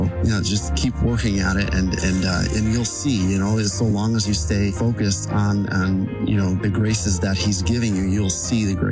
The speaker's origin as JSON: {"language": "English", "town": "Orchard Park", "region": "New York", "country": "United States", "said": "I'm from Orchard Park, New York. I was nominally Catholic."}